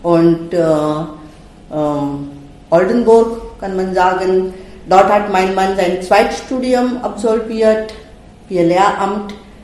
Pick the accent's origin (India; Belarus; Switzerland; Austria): India; German is a second language; moved away as an adult; now in Görlitz, Germany; Ich bin in Indien geboren und ich bin auch dort aufgewachsen. Ich war 24 Jahre alt und ich bin hier geheiratet mit einem Lateinlehrer und ich bin 1990, so etwa 3 Tage vor der deutschen Vereinigung, nach Deutschland gekommen.